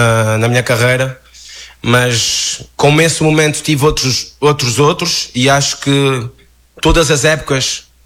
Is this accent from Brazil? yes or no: no; Azores, Portugal; born there; moved away; Nasci nos Açores, São Miguel, são umas ilhas em Portugal.